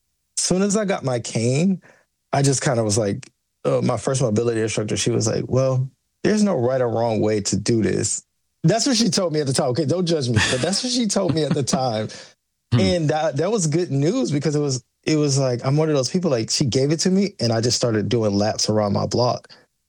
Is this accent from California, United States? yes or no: no; Georgia, United States; me and my friends, especially growing up in Georgia, we have woods, a lot of woods everywhere.